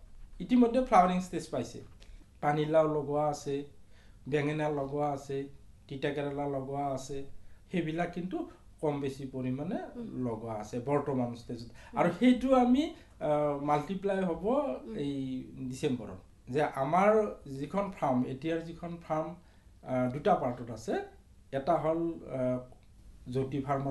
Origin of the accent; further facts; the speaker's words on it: Balitara, Assam, India; মোৰ ঘৰ বালিতাৰা, জিলা নলবাৰী।